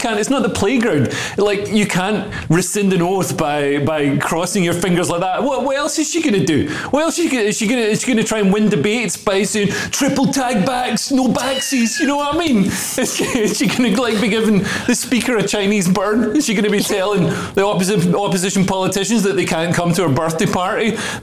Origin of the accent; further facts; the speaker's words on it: Scotland, United Kingdom; born there; So even though I was born in Scotland, I sound Scottish, I act Scottish, I'm drunk right now, they say, I can't be Scottish.